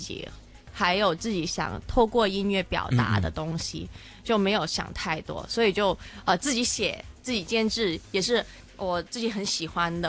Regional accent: Hong Kong; 可能是特别以前我是在女校长大的，就小一到中二也是在本地的女校长大的，

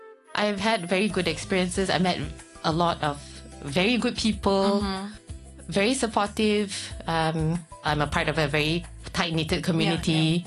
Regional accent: Malaysia; now in Hong Kong; yeah, I'm Malaysian.

